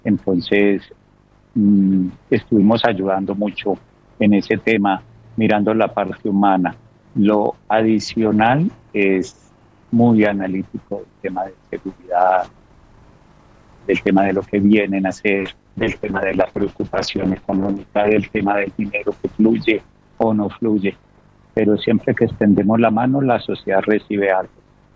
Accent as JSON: {"language": "Spanish", "town": "Pereira", "region": "Risaralda", "country": "Colombia", "said": "Que se utiliza mucho aquí en Pereira. En Pereira no hay forasteros, todos somos pereiranos."}